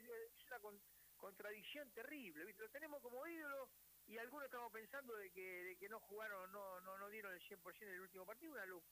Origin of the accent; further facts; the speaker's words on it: Argentina; yo como argentino estoy agradecido